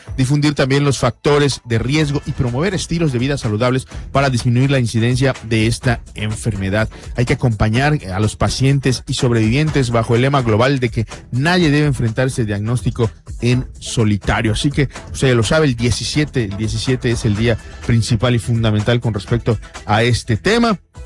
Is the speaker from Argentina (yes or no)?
no; Mexico; al menos como mexicanos tenemos a veces un poco de desidia